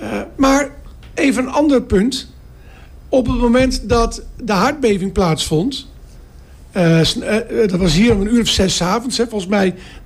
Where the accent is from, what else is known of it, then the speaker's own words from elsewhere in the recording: Aruba; heb op Aruba vallen in het niet bij de problemen die nu mensen in Venezuela hebben. Dus ik ga helpen als Arubaan.